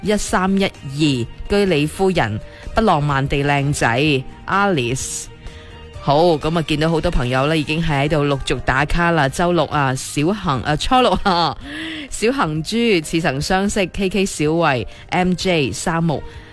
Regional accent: Guangdong, China; 我哋广东人最经常讲呢句说话，开心最紧要。

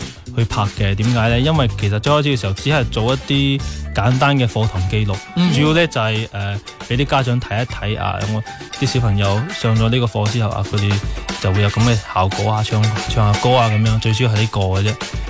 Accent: Foshan, Guangdong, China; 我係首先我土生土長佛山人，我自細就喺個粵語環境長大嘅。咁、加上呢我自己都是听粤语歌大的。

